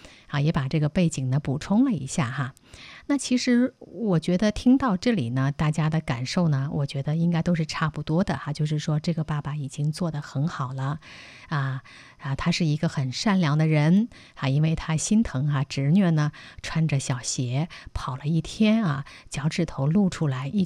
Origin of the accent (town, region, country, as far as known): China